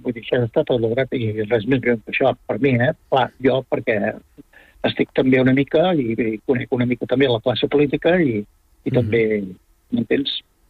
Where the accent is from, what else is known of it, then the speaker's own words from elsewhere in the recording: Vic, Catalonia, Spain; Jo sí, jo sóc de Vic.